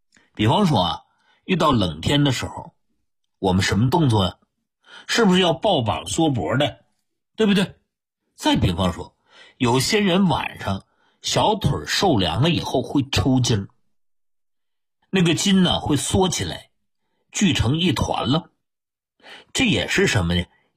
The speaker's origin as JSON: {"language": "Chinese", "country": "China", "said": "你看西方人毛发比我们中国人厚"}